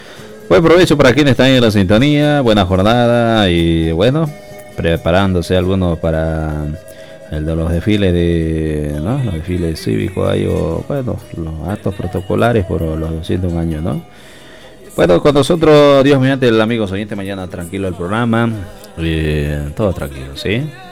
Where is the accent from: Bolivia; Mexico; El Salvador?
Bolivia